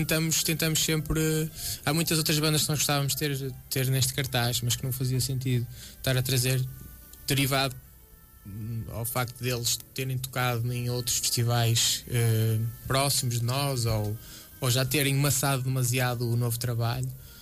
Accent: Portugal; enquanto portugueses

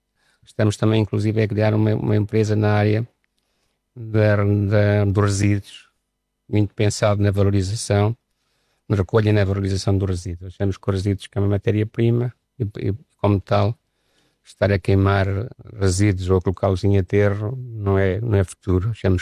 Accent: Pessegueiro, Aveiro, Portugal

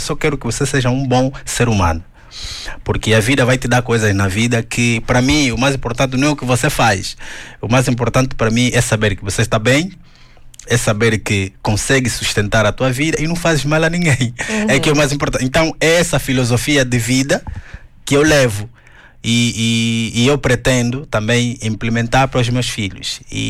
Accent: Angola; moved away as an adult; now in Braga, Portugal; estou aqui em Braga com os dois, a eles terem essa vida diferente daquilo que nós já crescemos em Angola.

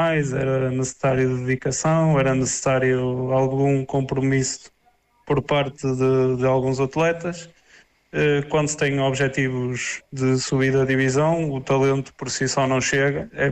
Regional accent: Penafiel, Norte, Portugal; moved away as an adult; Eu sou da zona do norte, sou de Nafiel, zona do Porto, trabalho em Barrancos

